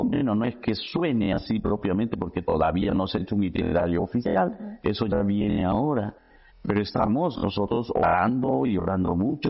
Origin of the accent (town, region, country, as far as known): Peru; now in Saña, Peru